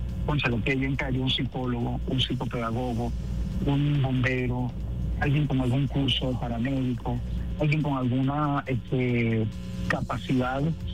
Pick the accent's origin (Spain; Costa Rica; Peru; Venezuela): Venezuela; ese abrazo como una sola familia, como somos los venezolanos.